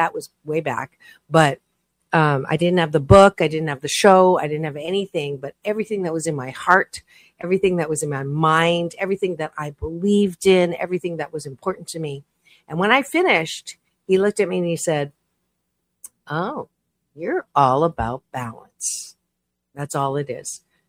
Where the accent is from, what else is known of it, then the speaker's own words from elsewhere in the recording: Canada; born there; I was born in Canada